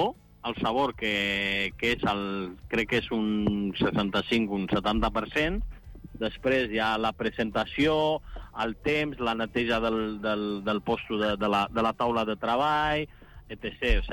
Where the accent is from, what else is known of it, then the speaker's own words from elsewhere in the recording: Romania; now in Badalona, Spain; jo sóc romanès de naixement i badaloní de cor, saps?